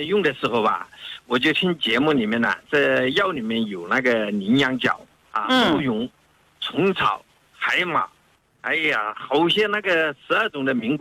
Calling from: Hubei, China; 我是湖北的。

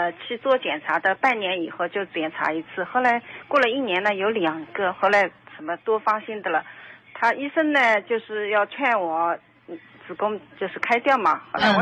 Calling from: Wuxi, Jiangsu, China; 我是无锡的嘛

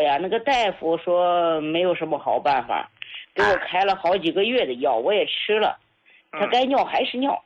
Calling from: Shandong, China; 我是山东人，今年68了。

